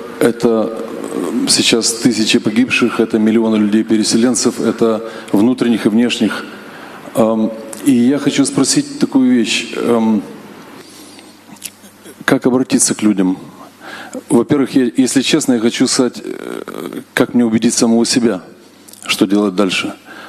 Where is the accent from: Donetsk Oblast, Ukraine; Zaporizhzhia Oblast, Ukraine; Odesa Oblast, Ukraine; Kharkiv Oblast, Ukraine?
Odesa Oblast, Ukraine; Odesa; Добрый день. … я из Одессы.